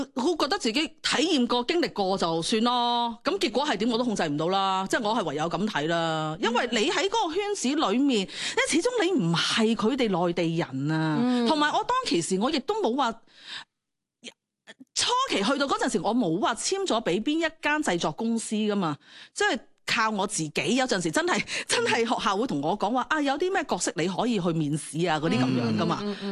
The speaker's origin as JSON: {"language": "Cantonese", "country": "Hong Kong", "said": "我系嚟自香港嘅。"}